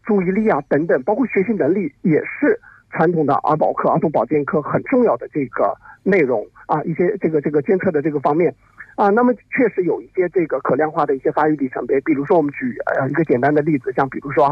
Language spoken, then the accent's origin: Chinese; China; 那虽然我们中国人可能经常会说贵人语迟，对吧？